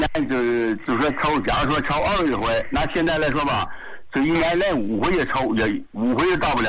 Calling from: Qinhuangdao, Hebei, China; 我是那个秦皇岛的。

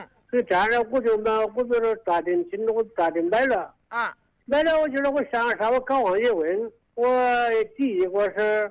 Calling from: Suizhou, Hubei, China; 我这是湖北随州的。

